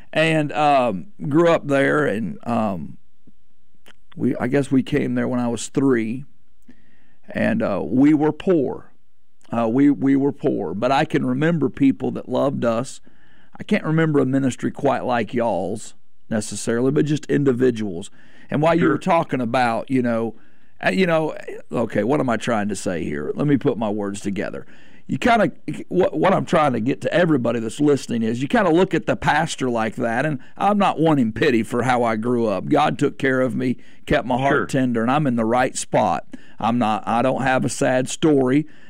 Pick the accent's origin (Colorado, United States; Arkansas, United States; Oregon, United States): Arkansas, United States; Omaha; I grew up in Arkansas, right on the Arkansas Missouri state line right there.